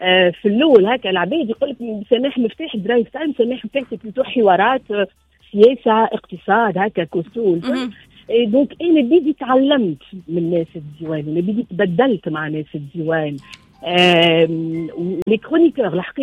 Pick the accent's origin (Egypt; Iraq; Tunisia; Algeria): Tunisia; Sousse, Sousse Governorate; احنا سوسي